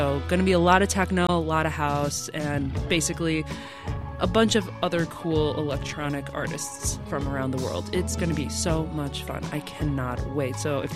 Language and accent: English; Detroit, Michigan, United States; I am from Detroit